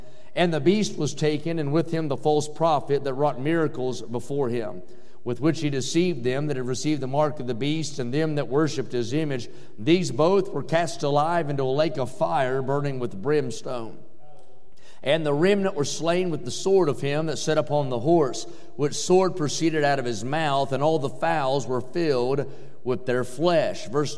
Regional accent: West Virginia, United States; I grew up in West Virginia, and it's a little bit prettier here than where I'm from because our hills are so close together you can't tell where we have any.

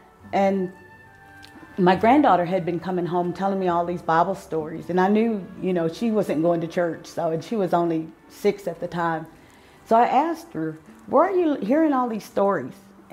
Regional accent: Antlers, Oklahoma, United States; moved away as an adult; also born or lived in Bernalillo, New Mexico; now in Albuquerque, United States; I'm from the Choctaw Tribe of Antlers, Oklahoma. I've been in Albuquerque now for going on 15 years. I lived out in Bernalillo for a little while, and then I moved, bought a house in the Albuquerque area.

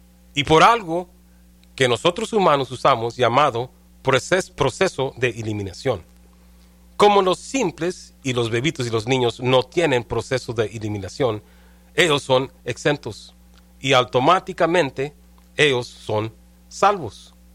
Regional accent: California, United States; originó de donde yo soy, ¿verdad?, en California.

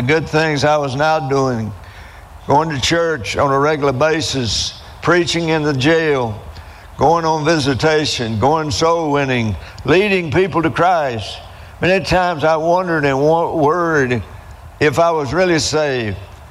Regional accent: Eufaula, United States; I was from Eufaula.

